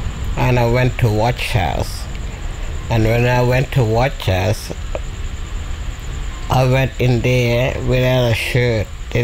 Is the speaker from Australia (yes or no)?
yes; Daly River, Northern Territory, Australia; I'm from Dale River. I was a flood victim. We got evacuated in February.